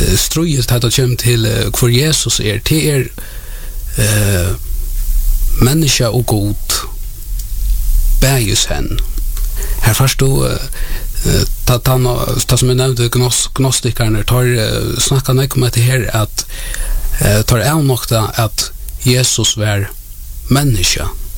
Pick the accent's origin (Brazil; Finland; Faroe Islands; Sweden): Faroe Islands; Klaksvík; Ja, jag kommer från Klagsvåg och fattar uppvaksen från Klagsvåg